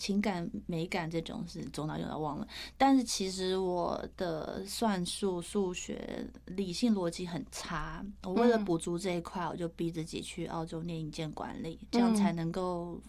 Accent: Taiwan; also born or lived in United States; 我在台湾成长，对，然后美国也有一段时间，

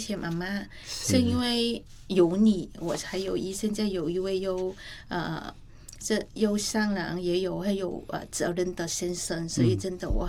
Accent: Vietnam; moved away as an adult; now in Taiwan; 是因为我们越南人是比较喜欢吃辣和酸的食物，

